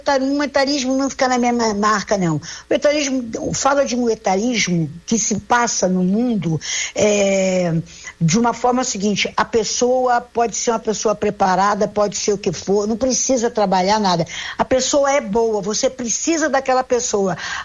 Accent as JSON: {"language": "Portuguese", "region": "Rio de Janeiro", "country": "Brazil", "said": "meu irmão, bem carioca, né, que eu sou carioca"}